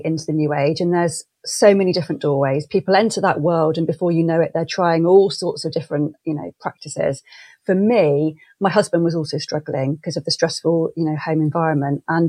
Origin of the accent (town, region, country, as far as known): Clevedon, South West England, United Kingdom; born or raised there; also born or lived in Bristol